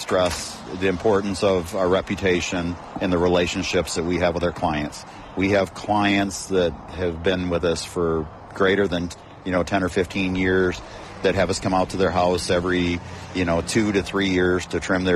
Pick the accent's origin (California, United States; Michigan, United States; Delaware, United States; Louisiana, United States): Michigan, United States; now in Oklahoma, United States; I grew up in Michigan, and I have family in Michigan